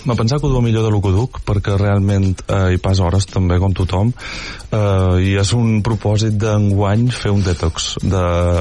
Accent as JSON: {"language": "Catalan", "area": "Menorca", "region": "Balearic Islands", "country": "Spain", "moved": "as an adult", "lives_now": "Barcelona, Spain", "said": "jo duc 15 anys aquí a Barcelona, me sent molt d'aquí també, saps? És a dir, òbviament som menorquí i estim Menorca per damunt de tot, però també estim molt Barcelona, perquè és ca meua també ara mateix."}